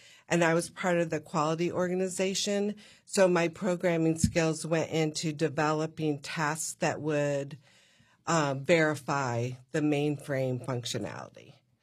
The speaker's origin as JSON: {"language": "English", "town": "Endicott", "region": "New York", "country": "United States", "tie": "born or raised there", "said": "I grew up in the birthplace of IBM."}